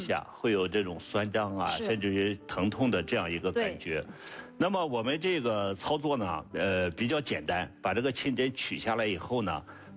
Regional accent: Shandong, China; accent: Shandong dialect; 我们山东话叫摁钉

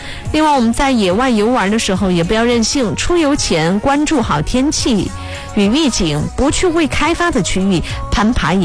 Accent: Jiangsu, China; accent: Jiangzhe; 我们江浙话叫卖眼尖啊

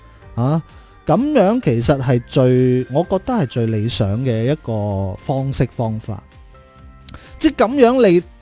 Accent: Zhaoqing, Guangdong, China

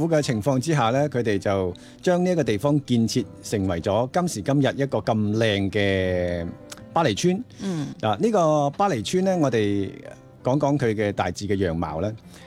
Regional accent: China; 喂，我哋中國人就比嗰啲咁個咩印度文化咧，就直接好多。

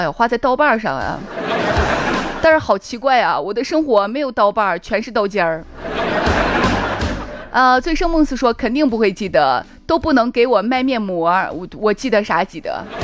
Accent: Thailand; Chinese is a second language; 萨瓦迪卡，卡崩卡，打在字儿哈。大家好，我是来自泰国的

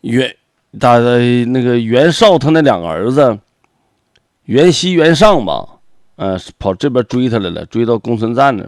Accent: Aohan Banner, Inner Mongolia, China; now in Panjin, China; 咱这没有盘锦这地方，这个纳宝是我老家是赤峰傲汉的，傲汉旗的。

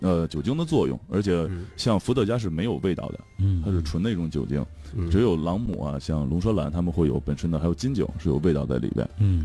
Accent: Beijing, China; 对，我北京人，

